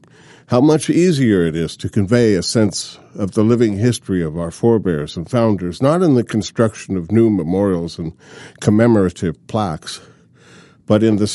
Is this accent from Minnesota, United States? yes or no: no; Tacoma, Washington, United States; born there; But when I was born here in Tacoma, it was only 60.